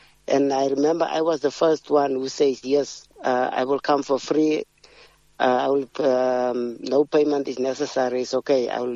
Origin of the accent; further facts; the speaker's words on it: Northern Cape, South Africa; I'm proud as a South African and from a small town in the Northern Cape in the Republic of South Africa of Prisca, you know, dusty streets, start from a humble beginnings